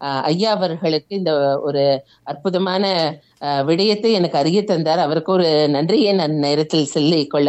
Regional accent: Vellore district, Tamil Nadu, India; என்னுடைய சொந்த ஊர் வந்து வேலூர் மாவட்டம்.

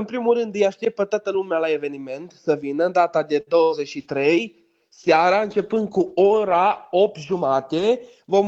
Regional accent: Romania; Asta ne arată că noi suntem români, că noi suntem din Maramureș, că noi suntem vișeoani, că noi suntem bistrițeni, ardeleni sau altceva.

